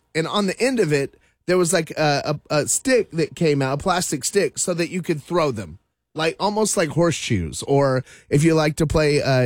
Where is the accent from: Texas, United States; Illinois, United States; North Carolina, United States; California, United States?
Texas, United States; Memphis; moved away; a little town in the Texas panhandle called Memphis, Texas.